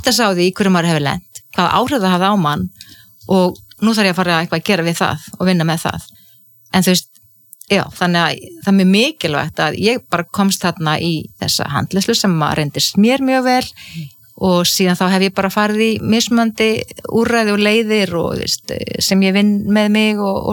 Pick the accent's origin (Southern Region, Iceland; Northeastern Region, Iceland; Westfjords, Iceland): Westfjords, Iceland; Ísafjörður; ég óttaðist sjóin sem kannski líka tengist því að ég alveg upp á Ísafirði þar sem voru tíð sjóslis og menn drukknuðu